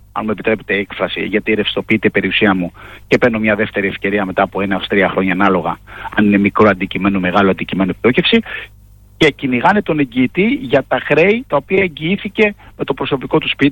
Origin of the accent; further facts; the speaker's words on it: Greece; ως Έλληνες